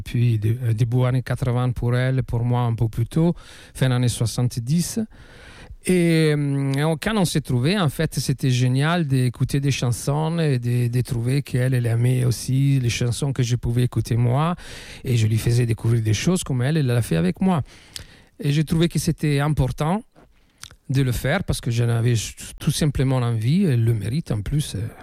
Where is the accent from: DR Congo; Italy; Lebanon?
Italy; Milan, Lombardy; now in Bordeaux, France; On a grandi, elle ici à Bordeaux, moi à Milan, les mêmes territoires musicaux depuis toujours, en fait, disons depuis début années 80 pour elle, pour moi un peu plus tôt, fin années 70.